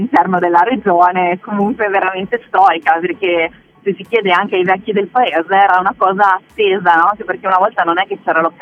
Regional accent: Friuli-Venezia Giulia, Italy

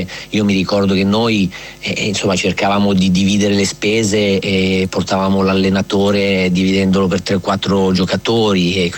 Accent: Monza, Lombardy, Italy; ho fatto un anno in Puglia a Martina Franca col maestro Angelo Sforza, ma sono poi cresciuto sì a Monza con maestri Gambacurta e Galmozzi fino ai 20 anni.

